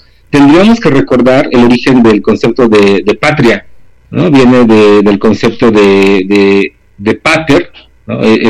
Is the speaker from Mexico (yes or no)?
yes; Mexico